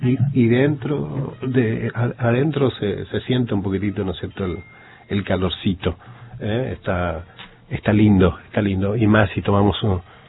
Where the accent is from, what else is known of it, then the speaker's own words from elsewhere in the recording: Formosa, Argentina; born there; Del San Francisco, nací en el San Francisco.